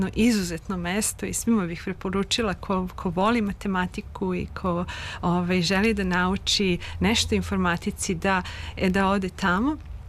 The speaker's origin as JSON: {"language": "Serbian", "town": "Peć", "region": "Peć District", "country": "Kosovo", "tie": "born or raised there", "lives_now": "Serbia", "said": "Tako je, rođena sam u Metohiji, u Peći, tamo sam završila osnovnu školu"}